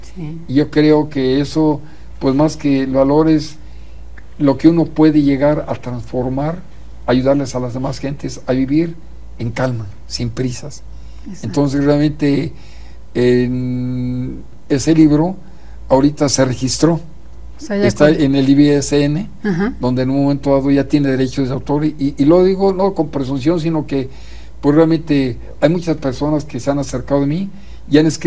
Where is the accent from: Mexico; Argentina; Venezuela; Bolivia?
Mexico; Guanajuato; now in Querétaro, Mexico; Sí, pues ya más queretano, adoptado. Soy guanajuato, pero ya realmente Querétaro nos abrió las puertas, su corazón, nos dio trabajo y soy queretano, realmente. Tengo dos ciudadanías, como dicen.